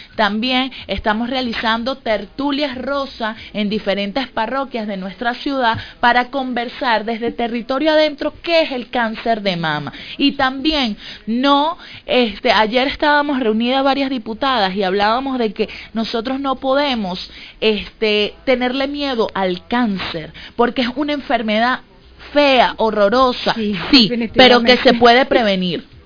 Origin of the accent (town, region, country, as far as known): Venezuela